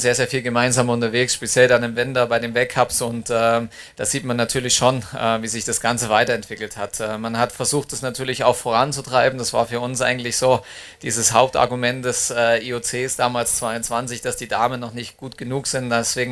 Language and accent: German; Saxony, Germany; now in Bavaria, Germany; Ja, als Bayer fühle ich mich noch nicht. Ich bin immer noch im Herzen Erzgebirger. Das werde ich auch immer bleiben.